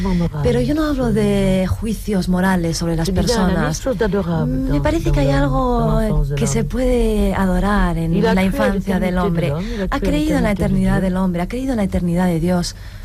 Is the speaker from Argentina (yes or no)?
no; Vietnam; Spanish is a second language; moved away as an adult; now in France; Yo llegué a Francia a los 18 años. Hablé vietnamita tan bien como el francés durante toda mi infancia. A los 18 años me dijeron que tenía que ir a Francia y que yo era francesa. Y desde entonces ya no volví nunca allí.